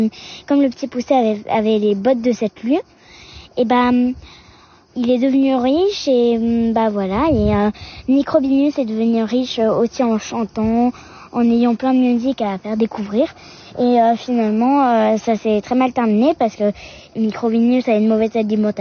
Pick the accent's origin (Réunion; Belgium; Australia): Réunion; Bonjour France Musique … Je viens de la Réunion et je suis à l'école Ruisseau Blanc à la montagne.